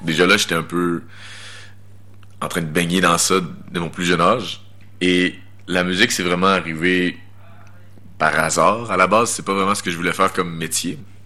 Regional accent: Wendake, Quebec, Canada; je suis Wendat de Wendake. J'ai 25 ans.

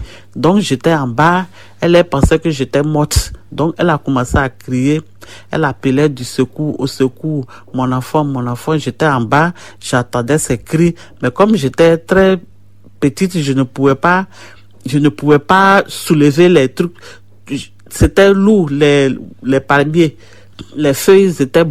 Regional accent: Côte d’Ivoire; moved away; Je viens de la Côte d'Ivoire. J'ai 39 ans.

